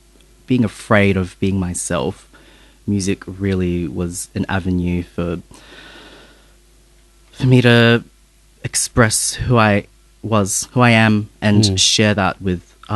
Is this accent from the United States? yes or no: no; Adelaide, South Australia, Australia; now in Melbourne, Australia; I'm originally from Adelaide